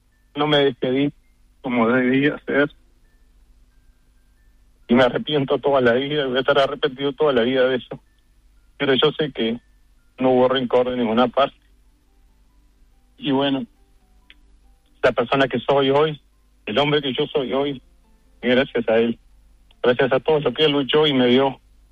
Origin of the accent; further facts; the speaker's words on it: Paso de los Toros, Tacuarembó, Uruguay; also born or lived in Montevideo; now in United States; nací en Montevideo. Me crié en Paso de los Toros. Y en un pueblito cerca de Paso de los Toros que se llama Parada Sur. Un pueblito muy, muy, muy pequeño de trabajadores ferroviarios.